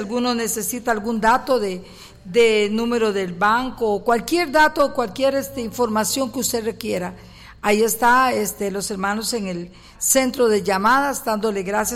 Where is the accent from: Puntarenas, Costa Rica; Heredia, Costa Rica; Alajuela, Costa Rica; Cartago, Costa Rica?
Puntarenas, Costa Rica; porteña como yo, ¿verdad? Yo soy porteña también